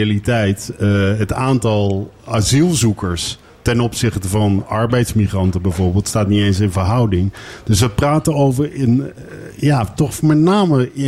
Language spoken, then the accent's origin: Dutch; Netherlands; Ik ben zo kaas als het maar kan zijn.